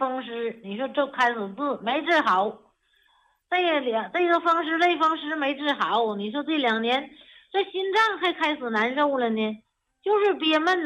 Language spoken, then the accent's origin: Chinese; Northeast China, China; accent: Northeast dialect; 就是按我们东北那土话咋说，就是说筋疼的那种疼啊